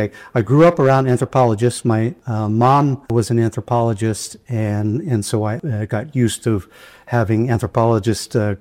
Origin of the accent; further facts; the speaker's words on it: Juneau, Alaska, United States; I grew up here in Juneau. I grew up here in the 70s